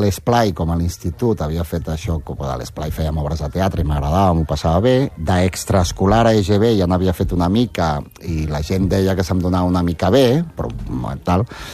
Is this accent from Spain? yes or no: yes; Barcelona, Catalonia, Spain; also born or lived in Figueres; M'he criat a Barna, sí.